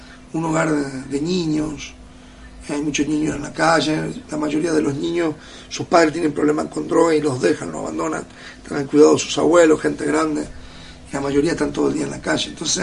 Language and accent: Spanish; Buenos Aires, Argentina; now in Tucumán, Argentina; Soy de Buenos Aires. Necesito volver de vez en cuando.